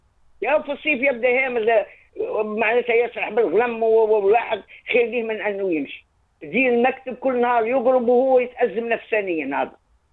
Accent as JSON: {"language": "Arabic", "country": "Tunisia"}